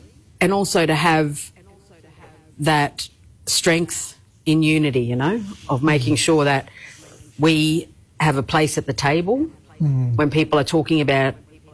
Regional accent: Queensland, Australia; I'm from the Logan River. I'm a Mananjali woman. My country goes from the Logan River down to the Tweed River and out to McPherson Ranges. We're part of the Yukumbeer Nation.

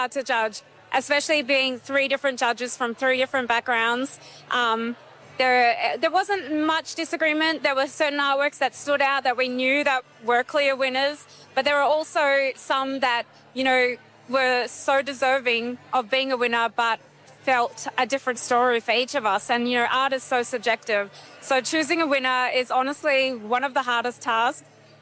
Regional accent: Port Hedland, Western Australia, Australia; Nyalama, Nyulnyul and Yaru woman. And … And yeah, I'm from Gariyada country, born and raised in Port Hedlands.

